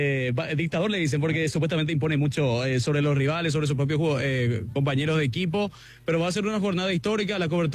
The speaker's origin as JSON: {"language": "Spanish", "town": "Itá", "region": "Central", "country": "Paraguay", "moved": "yes", "lives_now": "United States"}